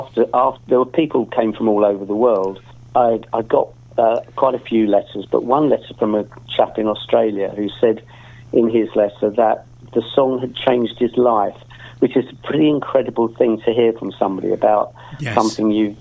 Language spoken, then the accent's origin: English; London, United Kingdom; born there; it's where I was born in Kensington